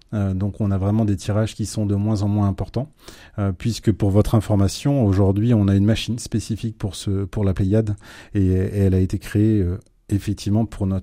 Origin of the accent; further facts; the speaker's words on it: Hauts-de-France, France; Je pense que moi, je viens de l'Oise. Le week-end, ma maison est sur Amiens, mais je découvre l'Orne semaine après semaine depuis 7 mois.